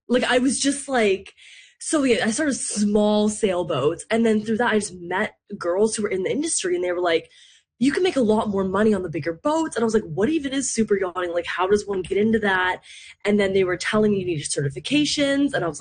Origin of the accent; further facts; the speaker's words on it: Dartmouth, Nova Scotia, Canada; I grew up in Dartmouth, Nova Scotia, right by Lake Banook.